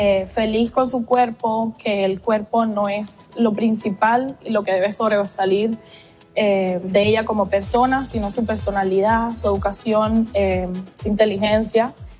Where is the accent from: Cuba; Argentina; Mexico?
Cuba; now in United States; Mi edad es 31 años y soy cubana. Y aquí en Estados Unidos soy mesera.